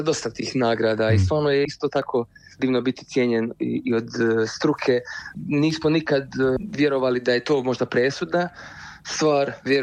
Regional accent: Dubrovnik, Dubrovnik-Neretva County, Croatia; mi smo iz Gruža, to je naselje u Dubrovniku.

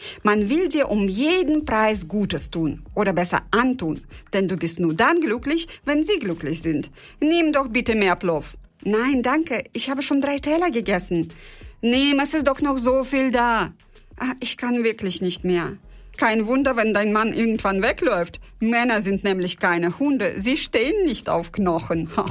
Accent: Uzbekistan; now in Germany; Meine Heimat Usbekistan hat mich überrascht. Moderne Hochhäuser, 6-spurige Straßen, hippe Bars und in der Metro kann man inzwischen sogar mit dem Fingerabdruck bezahlen.

